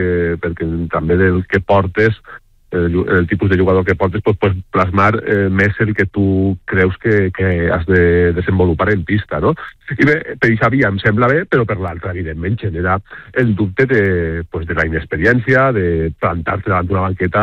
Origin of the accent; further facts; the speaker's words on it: Valencian Community, Spain; cabrejar-te com a nosaltres, com a els valencians, com a els seguidors i a ferris de València Bàsquet